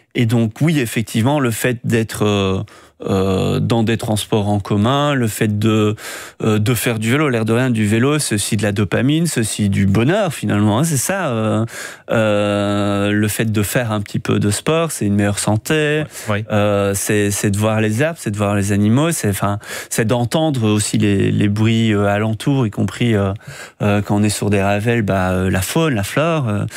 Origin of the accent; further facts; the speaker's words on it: Verviers, Wallonia, Belgium; moved away as an adult; also born or lived in Liège; now in Viroinval, Belgium; je suis originaire de Verviers, j'ai fait mes études à Liège, j'étais quand même plutôt urbain d'une certaine manière. Je suis arrivé dans cette région, je ne connaissais rien ni personne.